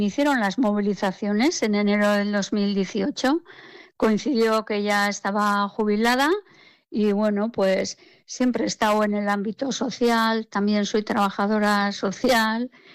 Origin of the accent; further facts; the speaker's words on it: San Sebastián, Basque Country, Spain; aquí yo soy de San Sebastián